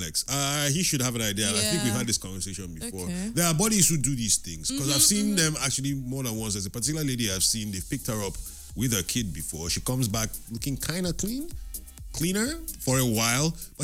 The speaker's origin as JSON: {"language": "English", "country": "Nigeria", "said": "Like I said, I'm Nigerian."}